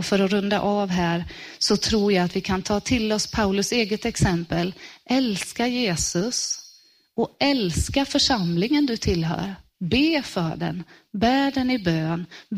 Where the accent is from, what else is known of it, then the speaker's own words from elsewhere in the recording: Västra Götaland County, Sweden; Tack att du ser din kropp här i Sverige och här på Västgötaslätten, Herre, där vi kommer ifrån.